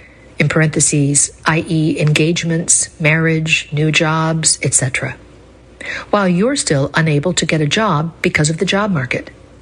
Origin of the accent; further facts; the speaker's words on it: Tennessee, United States; I graduated college in 2022, and after many job rejections in my home state of Tennessee, I decided to take a leap of faith and do a volunteer service year in Minnesota with Jesuit Volunteer Corps.